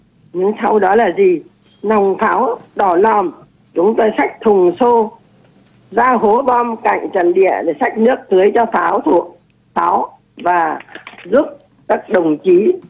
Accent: Thai Hoa, Nghệ An, Vietnam; Quê tôi ở Bình Lục, Hà Nam, bố mẹ tôi vào sinh sống ở Thái Hòa, Nghệ Đàn, Nghệ An. Tôi được sinh ra và lớn lên trên đất Nghệ.

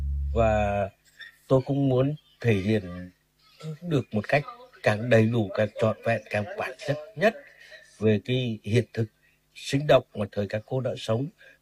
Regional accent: Hà Tĩnh, Vietnam; Tôi là một người Hà Tĩnh

